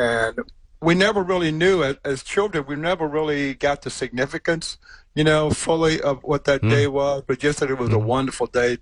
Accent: Houston, Texas, United States; growing up in Southeast Houston

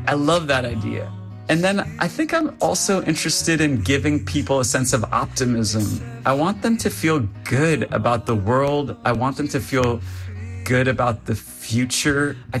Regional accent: Washington, District of Columbia, United States; born there; For me, as somebody whose parents were both born in Iran, I was born in America. And actually, I was born in Washington, D.C., probably not far from where you guys are.

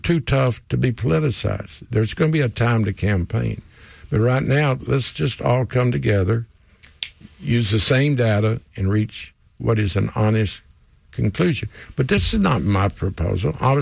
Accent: Houston, Texas, United States; I grew up in Houston.

